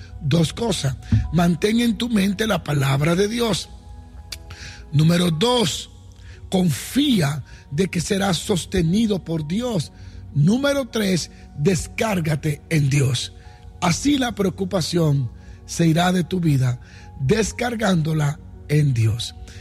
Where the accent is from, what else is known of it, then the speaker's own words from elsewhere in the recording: Dominican Republic; moved away; porque vengo de República Dominicana